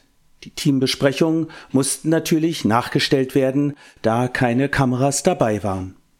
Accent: Germany

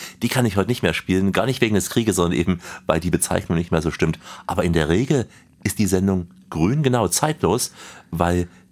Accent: Chemnitz, Saxony, Germany; now in Berlin, Germany; ich bin in Karl-Marx-Stadt groß geworden.

